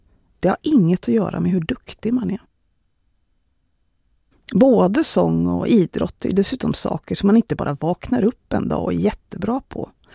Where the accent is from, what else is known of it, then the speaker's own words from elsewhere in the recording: Jämtland County, Sweden; Ja, det här blev ju också värre av att jag växte upp i Jämtland där utomhusidrott och att röra på sig överlag är människors allra vanligaste och viktigaste hobby.